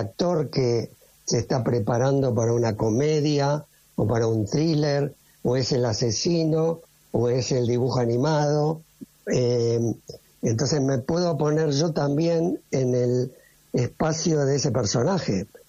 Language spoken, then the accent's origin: Spanish; Argentina; quiénes somos los argentinos.